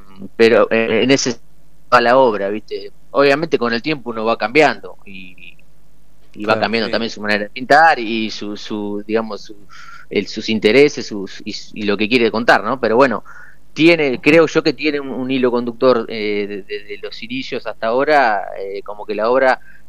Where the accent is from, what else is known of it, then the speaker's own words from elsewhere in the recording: Azul, Buenos Aires Province, Argentina; also born or lived in La Plata; Yo soy de tal cual, soy de Azul. Bueno, sí. Después de estudiar allá en La Plata, ya me vine para acá.